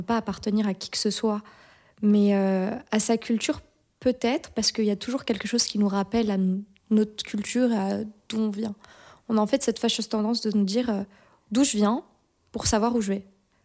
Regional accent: Morocco; born there; moved away; Bah, en fait, je ne suis pas née ici, je suis née au Maroc.

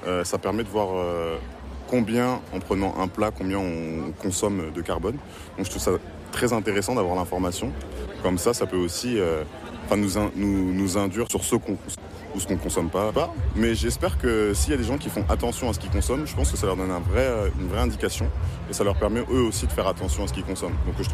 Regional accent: Châlons-en-Champagne, Grand Est, France; Je viens de Châlons-Champagne.

